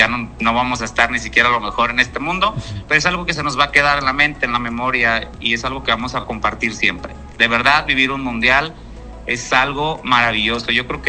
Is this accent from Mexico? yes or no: yes; Mexico